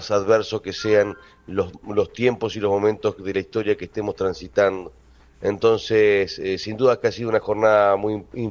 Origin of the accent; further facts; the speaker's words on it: Colonia 18 de Julio, Salto, Uruguay; Yo me crié, sí, en la colonia 18 de julio porque mi familia es de allí.